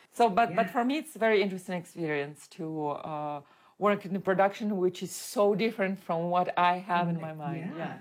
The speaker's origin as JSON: {"language": "English", "country": "Ukraine", "tie": "born or raised there", "said": "And I grew up in 2000s in Ukraine, and still, of course, we have our Ukrainian opera, Ukrainian music"}